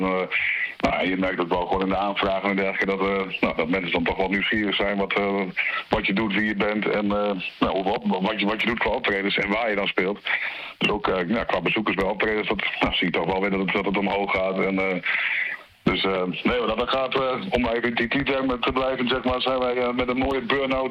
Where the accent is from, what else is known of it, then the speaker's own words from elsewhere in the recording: Rolde, Drenthe, Netherlands; now in Assen, Netherlands; Mijn Drentse roots gaan eigenlijk wel heel ver. Want ik ben in Assen geboren en in Rolde getogen, zeg ik altijd. Ik was eigenwijs dat ik in het ziekenhuis geboren moest worden. maar vervolgens jarenlang in Rolde gewoond. En dan tegenwoordig ook alweer jarenlang in Assen.